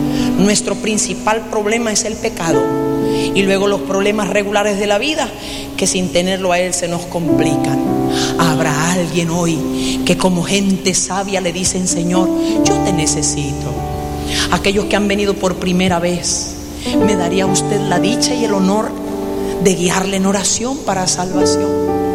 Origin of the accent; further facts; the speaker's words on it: Barranquilla, Atlántico, Colombia; vas para Barranquilla, ¿verdad? ¿Tú de dónde eres? Le digo, de ahí.